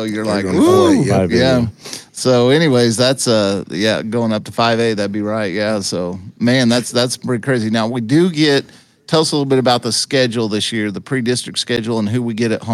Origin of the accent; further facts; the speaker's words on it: Clovis, New Mexico, United States; I mean, I come from Clovis where, you know, you get 5,000 people out of the game